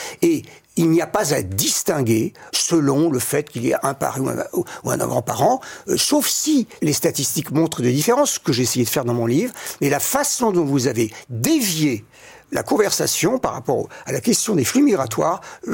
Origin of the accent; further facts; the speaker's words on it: France; je suis un Français d'origine immigrée.